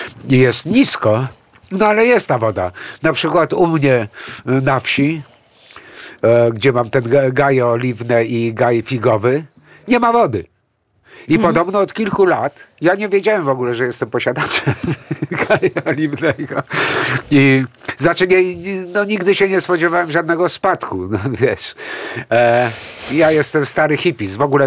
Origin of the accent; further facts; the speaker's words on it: Greece; now in Poland; ja jestem Grekiem, ale jestem obywatelem polskim.